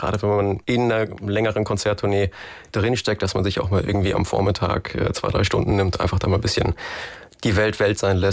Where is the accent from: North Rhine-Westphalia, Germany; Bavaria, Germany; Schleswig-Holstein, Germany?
Bavaria, Germany; Munich; Gerade als Südländer aus Bayern